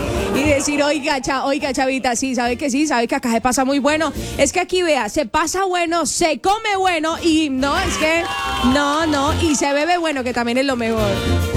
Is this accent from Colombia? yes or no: yes; Huila, Colombia; me gusta decir que yo soy del Huila